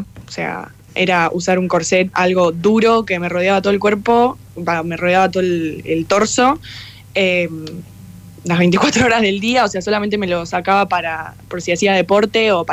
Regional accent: Argentina; now in United States

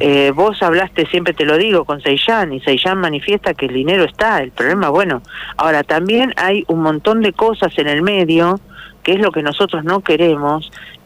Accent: Merlo, Buenos Aires Province, Argentina; yo soy oriunda de Merlo y tengo mi familia acá

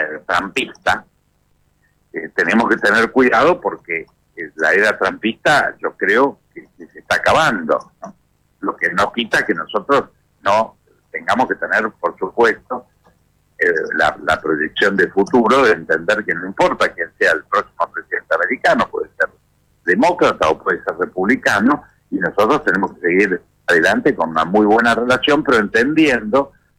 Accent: Argentina

